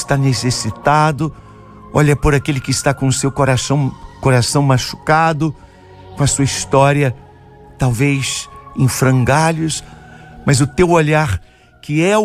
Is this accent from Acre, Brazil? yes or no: no; Juiz de Fora, Minas Gerais, Brazil; now in Rio de Janeiro, Brazil; lá da minha cidade de Juiz de Fora